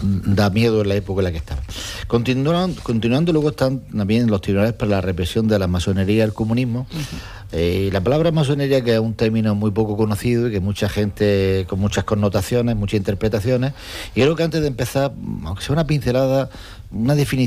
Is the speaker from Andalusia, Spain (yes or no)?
yes; Almería, Andalusia, Spain; pero los que somos de Almería de pura cepa